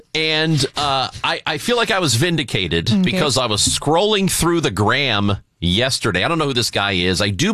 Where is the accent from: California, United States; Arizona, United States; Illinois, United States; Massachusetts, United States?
Illinois, United States; I grew up in the area, but I grew up on the Illinois side where we know how to drive.